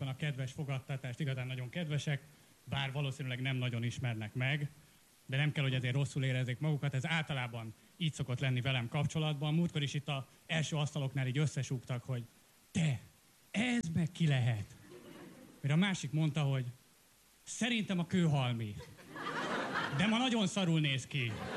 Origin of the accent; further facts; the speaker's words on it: Budapest, Hungary; Én ilyen pesti gyerek vagyok